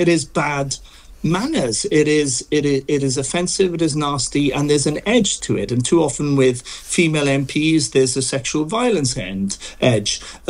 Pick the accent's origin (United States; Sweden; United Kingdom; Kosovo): United Kingdom; Wales; now in England; I'm Welsh